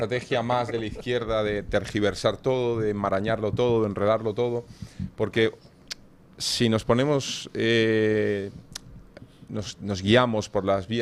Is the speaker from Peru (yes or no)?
no; Spain; yo no quiero dejar de ser español, aunque me vaya a trabajar a Japón.